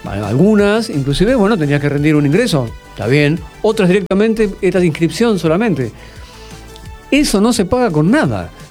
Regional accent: Argentina

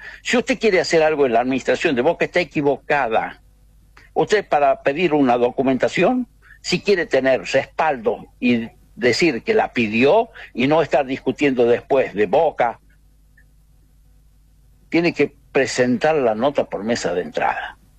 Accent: Argentina; Claro que soy argentino.

